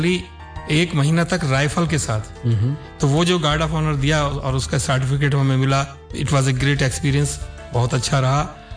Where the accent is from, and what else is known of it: Moradabad district, Uttar Pradesh, India